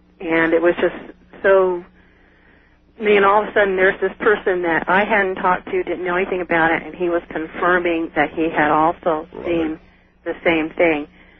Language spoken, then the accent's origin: English; Salinas, California, United States; born or raised there; now in Monterey, United States